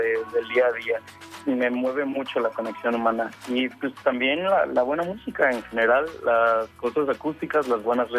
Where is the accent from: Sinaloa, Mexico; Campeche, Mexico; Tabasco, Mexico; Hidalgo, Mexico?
Campeche, Mexico; Ciudad del Carmen; now in Mérida, Mexico; Soy de Ciudad del Carmen, viví ahí 18 años de mi vida, estuve un buen rato ahí, ahorita estoy en Mérida